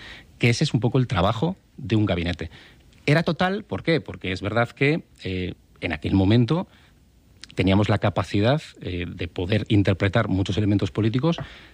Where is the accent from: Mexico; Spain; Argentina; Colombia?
Spain; San Sebastián, Basque Country; now in Madrid, Spain; Tú y yo somos de Donosti, pero llevamos ya muchísimos años en Madrid.